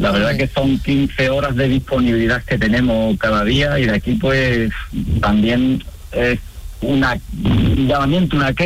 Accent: Estella del Marqués, Andalusia, Spain; now in Guadalcacín, Spain; Pues yo soy de una pedanía rural de aquí de Jerez, soy de Estella del Marqués, pero estoy empadronado y actualmente vivo en Guadalcacín. Es un pueblo también rural de aquí de la zona.

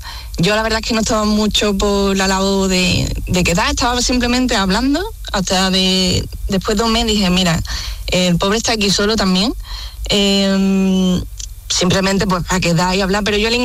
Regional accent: Seville, Andalusia, Spain; now in Belgium; Soy de Sevilla, capital.

